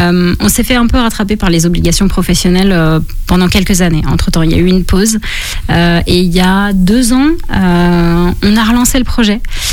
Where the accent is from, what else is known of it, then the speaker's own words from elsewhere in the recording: La Garnache, Pays de la Loire, France; now in Noirmoutier, France; moi, j'ai grandi à la Garnache, mais je viens à Noirmoutier depuis que je suis toute petite. Ouais. J'ai connu l'île toute ma vie.